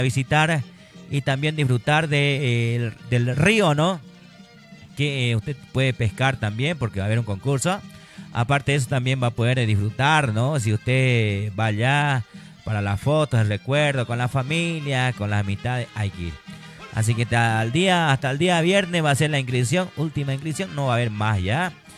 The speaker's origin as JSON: {"language": "Spanish", "region": "Santa Cruz", "country": "Bolivia", "moved": "yes", "lives_now": "Vallegrande, Bolivia", "said": "somos, pues, allá del Río Misque, ¿no? De la Pampa Negra."}